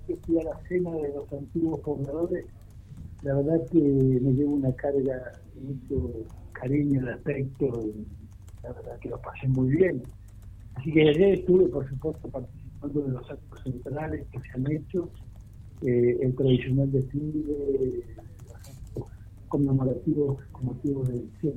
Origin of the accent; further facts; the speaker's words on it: Ushuaia, Tierra del Fuego, Argentina; moved away; Esta es mi ciudad natal.